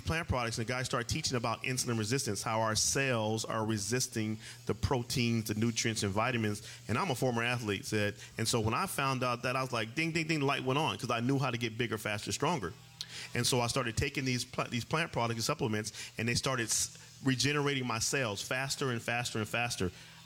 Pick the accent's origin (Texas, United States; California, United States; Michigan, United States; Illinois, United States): California, United States; Pomona; now in Temecula, United States